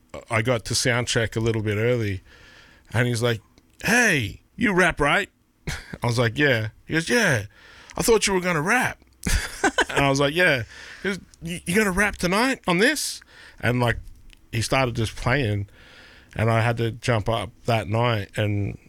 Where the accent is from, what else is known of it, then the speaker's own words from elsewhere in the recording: Shepparton, Victoria, Australia; As a kid growing up in Shepparton, you just want to not be bored, so you're into everything.